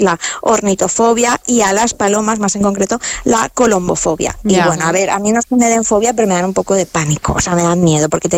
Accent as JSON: {"language": "Spanish", "region": "Valencian Community", "country": "Spain", "said": "Es un olor que no me gusta nada. Y mira, qué raro, siendo valenciana."}